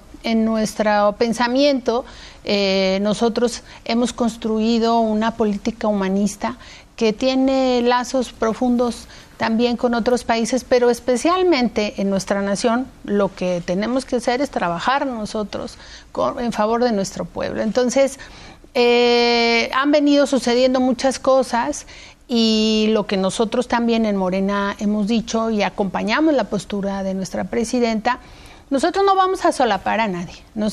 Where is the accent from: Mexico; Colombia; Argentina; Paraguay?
Mexico; el mexicano en general, pues somos patriotas, queremos a nuestra bandera y lo que eso significa.